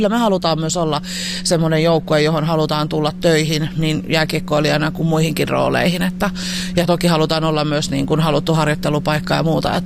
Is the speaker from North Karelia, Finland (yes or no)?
no; Kouvola, Kymenlaakso, Finland; me ollaan Kouvolasta tai me ollaan Kymenlaaksosta